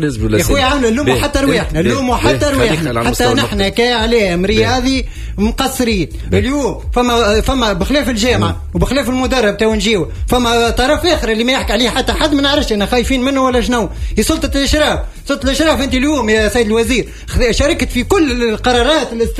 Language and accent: Arabic; Tunisia; انا الحقيقه باش نحكي كتونسي